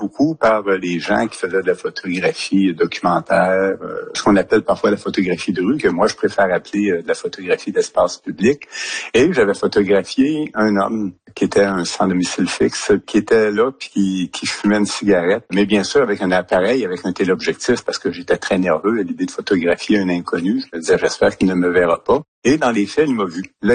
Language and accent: French; Quebec City, Quebec, Canada; parce que je suis originaire de Québec.